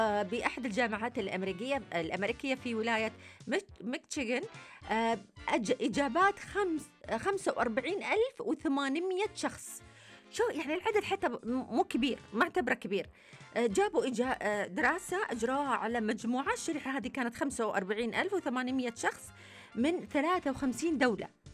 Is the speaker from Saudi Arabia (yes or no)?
yes; Jazan Province, Saudi Arabia; نصيحة مني